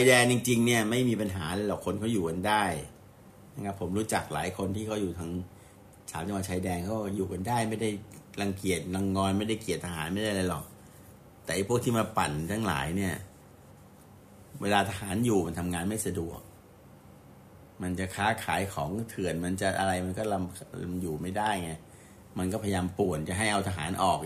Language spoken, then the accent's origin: Thai; Southern Thailand, Thailand